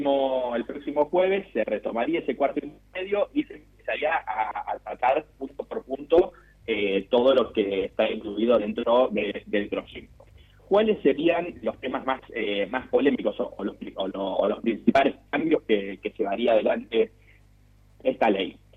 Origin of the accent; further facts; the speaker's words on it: Tierra del Fuego, Argentina; Nosotros venimos de una provincia, yo soy de Tierra del Fuego también, la única bicontinental con presencia en el territorio blanco